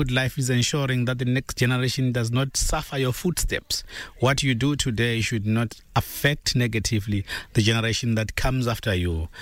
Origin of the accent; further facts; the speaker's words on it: Zimbabwe; All the way from Zimbabwe in Southern Africa.